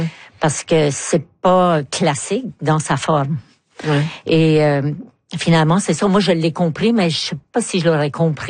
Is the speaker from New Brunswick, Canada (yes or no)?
yes; Moncton, New Brunswick, Canada; accent: Chiac; J'avais pas lu grand-chose en français parce que moi, je suis chiac de Moncton. Donc, à l'époque, bon, dans les années 50, on n'avait pas vraiment accès à beaucoup, beaucoup de livres francophones.